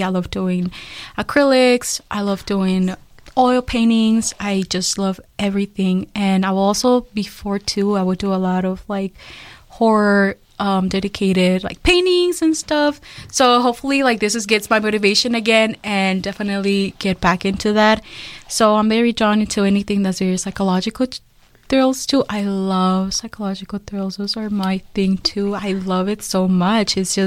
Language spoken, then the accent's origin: English; Mexico; So I was born in Mexico, and I was raised in a little village.